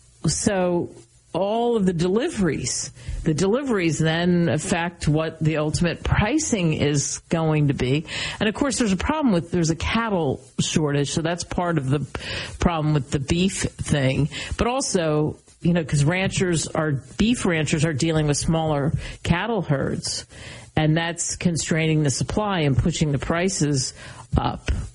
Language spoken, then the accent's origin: English; California, United States; born or raised there